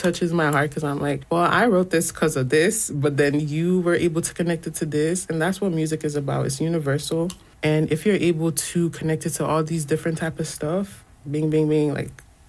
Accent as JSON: {"language": "English", "country": "Nigeria", "second_language": "English", "said": "My mom would always bump … back home, which was so foreign because I'm Nigerian, and for the music to get all the way there at such a young age, too"}